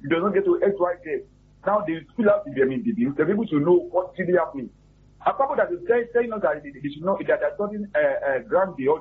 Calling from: Nigeria; calling from Abacha.

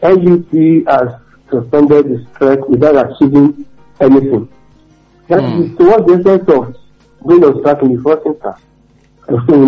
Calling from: Nigeria; I'm calling from Awosa.

